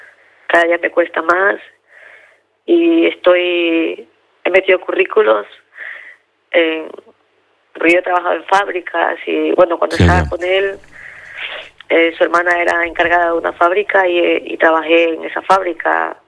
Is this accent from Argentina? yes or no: no; Venezuela